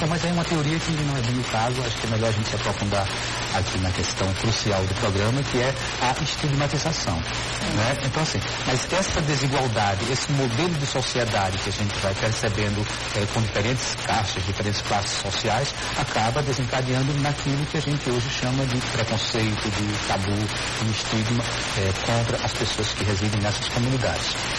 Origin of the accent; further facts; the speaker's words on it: Brazil; moved away; Eu sou do Agreste, nasci no Agreste e depois eu vim para cá, né? Estou há mais de 40 anos aqui.